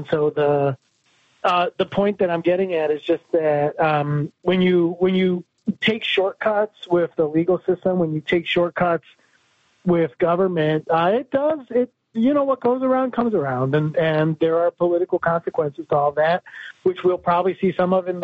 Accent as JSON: {"language": "English", "town": "Chicago", "region": "Illinois", "country": "United States", "tie": "born or raised there", "also_born_or_lived": "Phoenix, Arizona", "said": "I'm born and raised in Chicago, obviously"}